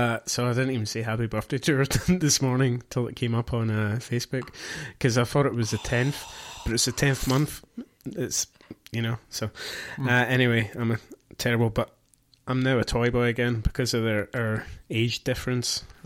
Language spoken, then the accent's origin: English; Scotland, United Kingdom; being the Scot that I am.